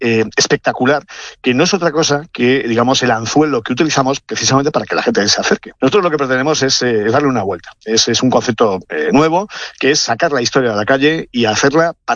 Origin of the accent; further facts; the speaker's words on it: Spain; para los españoles